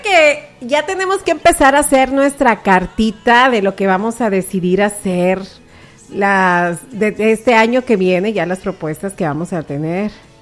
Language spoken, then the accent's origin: Spanish; Mexico; Postergando, total, así somos los mexicanos.